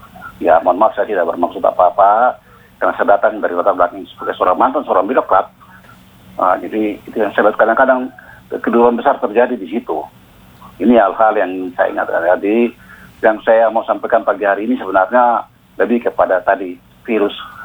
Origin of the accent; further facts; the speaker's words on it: Biak, Papua, Indonesia; ya mohon maaf saya orang Biak asli, itu ada sejarahnya ya.